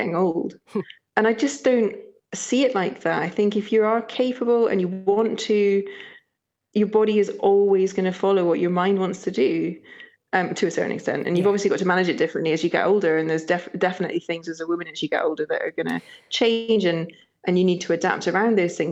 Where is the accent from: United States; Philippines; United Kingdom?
United Kingdom; Scotland; being Scottish